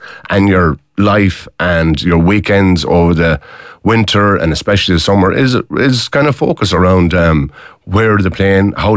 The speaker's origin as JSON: {"language": "English", "region": "Connacht", "country": "Ireland", "said": "I'm from Mayo for me sins."}